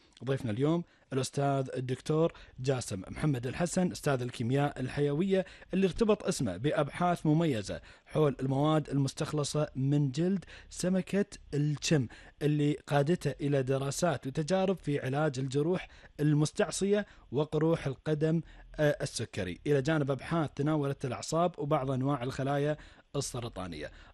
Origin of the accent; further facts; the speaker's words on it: Kuwait; خاصة في بلدنا الكويت.